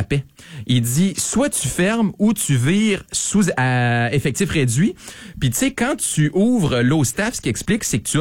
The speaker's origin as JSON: {"language": "French", "town": "Quebec City", "region": "Quebec", "country": "Canada", "lives_now": "Saguenay, Canada", "said": "Je suis originaire de Québec"}